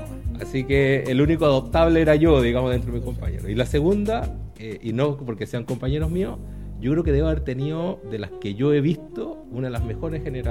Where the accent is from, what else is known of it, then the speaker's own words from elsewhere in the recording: Panama City, Panamá, Panama; moved away as an adult; now in Chile; mis inicios partieron en Panamá. O sea, yo nací en Panamá, soy panameño, ¿no es cierto? Bueno, estudié en un colegio en Panamá, en Ciudad de Panamá.